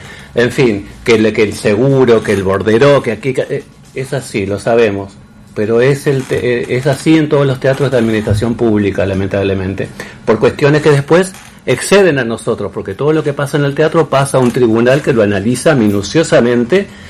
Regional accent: Uruguay; moved away as an adult; now in Santa Fe, Argentina; si bien soy uruguayo, hace muchos años ya que estoy acá en Santa Fe, y soy santafesino por adopción, argentino, ya está, tengo todo, y amo esta ciudad, y desde el 86 estoy bailando en el Teatro Municipal.

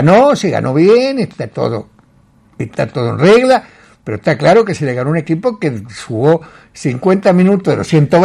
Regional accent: Santa Fe, Argentina; Soy argentino y santafesino.

